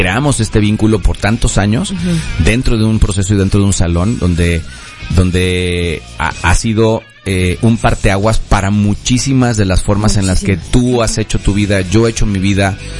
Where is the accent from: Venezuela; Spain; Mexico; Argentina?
Mexico; Celebrar que somos mexicanos.